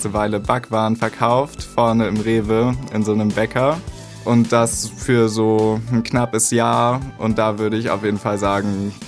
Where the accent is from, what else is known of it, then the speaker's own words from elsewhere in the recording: Greifswald, Mecklenburg-Vorpommern, Germany; moved away as an adult; now in Rostock, Germany; Ich komme ursprünglich tatsächlich aus Rostock, also ich wurde hier geboren. Aber ich bin in Greifswald aufgewachsen, tragischerweise. Hatte dann aber das Privileg, vor so knapp 5 Jahren wieder nach Rostock ziehen zu dürfen. Und seitdem wohne ich hier auf jeden Fall sehr zufrieden